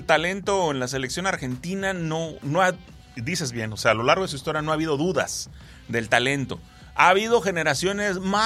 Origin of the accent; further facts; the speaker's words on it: Mexico; Siendo yo mexicano, pues siempre voy con México, obvio.